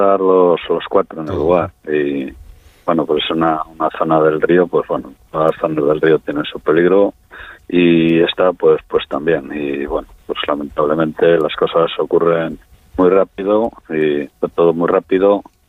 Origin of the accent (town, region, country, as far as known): Venta de Baños, Castile and León, Spain; born or raised there